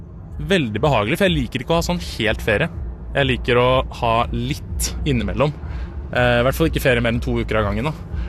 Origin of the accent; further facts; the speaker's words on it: Sandefjord, Vestfold, Norway; jeg kommer fra Sandefjord